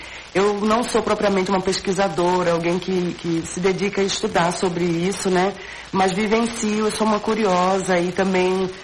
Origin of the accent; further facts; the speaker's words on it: Limoeiro, Pernambuco, Brazil; Eu sou de Limoeiro